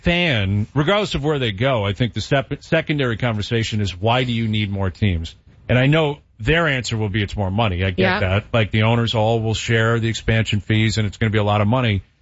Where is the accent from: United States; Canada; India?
Canada; I'll say this as a Canadian hockey fan